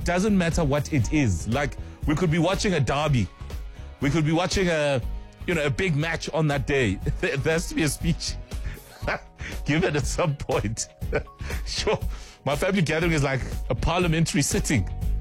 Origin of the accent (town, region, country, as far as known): South Africa